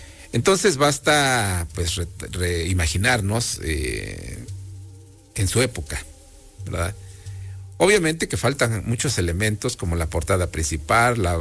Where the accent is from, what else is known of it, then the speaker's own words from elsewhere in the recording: Izúcar de Matamoros, Puebla, Mexico; En el caso de mi barrio, Los Reyes, pues decimos, yo soy de Los Reyes, pero Los Reyes tiene un nombre prehispánico que es Xoquitlán.